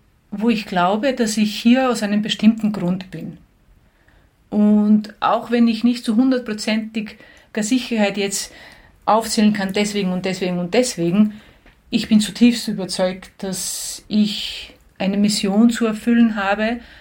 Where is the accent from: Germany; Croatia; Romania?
Croatia; Đakovo, Osijek-Baranja County; Genau, in Giacovo, in meinem Heimatort, ist ja das älteste Lipizzanergestüt der Welt und da bin ich täglich reiten gegangen.